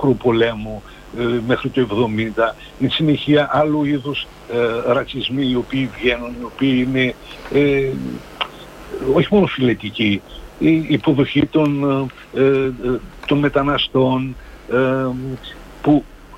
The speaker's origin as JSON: {"language": "Greek", "town": "Tyrnavos", "region": "Thessaly", "country": "Greece", "said": "κατάγομαι από τον Τύρναβο."}